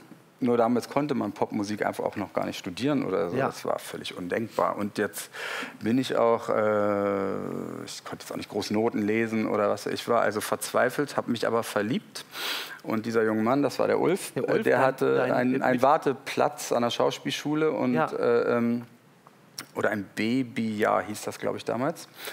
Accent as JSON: {"language": "German", "town": "Goslar", "region": "Lower Saxony", "country": "Germany", "also_born_or_lived": "India", "moved": "yes", "said": "Naja, ich kam ja aus Goslar."}